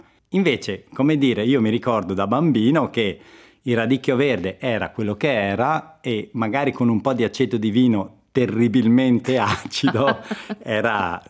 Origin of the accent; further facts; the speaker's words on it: Codroipo, Friuli-Venezia Giulia, Italy; io sono di Codroipo e noi diciamo radic-kulpok.